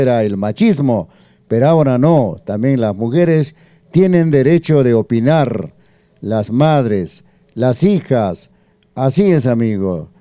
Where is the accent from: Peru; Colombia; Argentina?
Peru